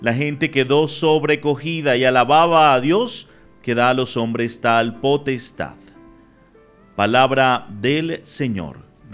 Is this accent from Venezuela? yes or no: yes; Venezuela